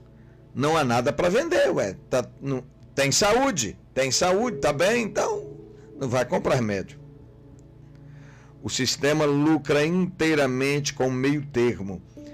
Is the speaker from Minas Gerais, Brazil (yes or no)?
yes; Minas Gerais, Brazil; born there; moved away; lá na minha região, lá em Minas Gerais, lá no Vale do Rio Doce